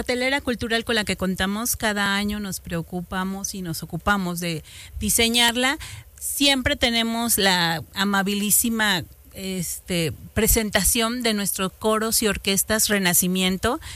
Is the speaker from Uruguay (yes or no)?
no; Mexico; Queremos resaltar mucho la identidad como mexicanos